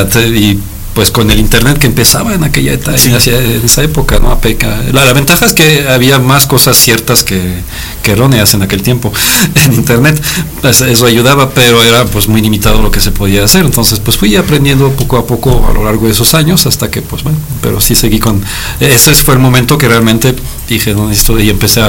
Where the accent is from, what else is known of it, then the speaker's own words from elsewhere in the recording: Vendôme, Centre-Val de Loire, France; Spanish is a second language; Se llama Vendôme, pero pues ni en Francia saben dónde está, entonces, pues muy chiquito, son 20,000 habitantes.